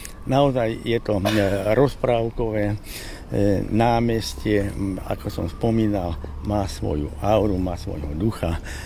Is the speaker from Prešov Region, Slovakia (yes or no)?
yes; Spišské Podhradie, Prešov Region, Slovakia; born there; also born or lived in Levoča; now in Bardejov, Slovakia; Aj keď ja nie som rodený Bardejovčan, ja som sa narodil v Levoči, krásne historické mesto. Potom sme bývali v Spišskom Podhradí, pod hradom Spišským. Takže mám to šťastie, že celý môj život, 73-ročný vlastne, som v prostredí, ktoré je poznačené históriou.